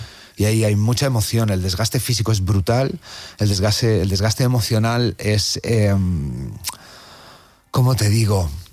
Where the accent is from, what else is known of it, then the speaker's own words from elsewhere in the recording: Valladolid, Castile and León, Spain; yo soy de Valladolid, tengo el Museo Nacional de Escultura en mi ciudad y es algo que está conmigo, que está conmigo.